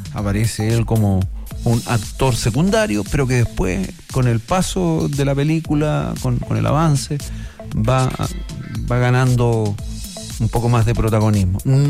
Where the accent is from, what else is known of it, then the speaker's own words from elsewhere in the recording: Villa Alemana, Valparaíso, Chile; para los que somos de Villa Alemana